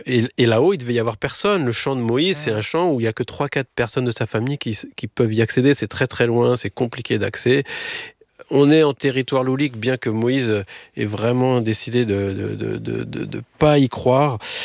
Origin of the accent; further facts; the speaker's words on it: Paris, Île-de-France, France; et en tant que petit parisien, j'ai l'impression que j'aurais pas eu ma place à bord